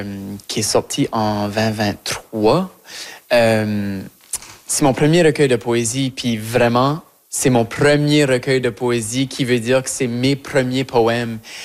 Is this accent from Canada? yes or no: yes; Acadia, Canada; now in Quebec, Canada; que mon acadienté se manifeste à travers cette voix-là. Même si mon accent change, puis mon vocabulaire évolue, puis mes expériences québécoises, montréalaises ajoutent à cette sauce-là